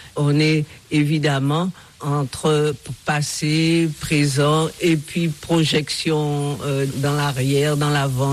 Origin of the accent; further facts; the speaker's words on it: Saintes, Nouvelle-Aquitaine, France; born there; Oui, bien sûr, 3 mois, je suis né à Saintes, tout à fait par hasard.